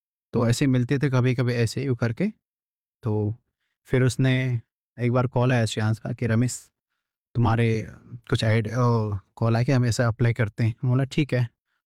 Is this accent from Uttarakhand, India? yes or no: yes; Uttarakhand, India; now in Mumbai, India; मैं उत्तराखंड का रहने वाला हूँ। 2007 में मुंबई आया था हीरो बनने के लिए, एक्टर बनने के लिए।